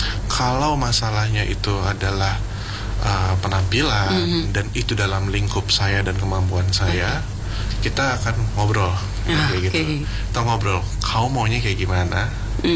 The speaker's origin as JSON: {"language": "Indonesian", "region": "Java", "country": "Indonesia", "said": "Sementara saya orang Jawa gitu kan"}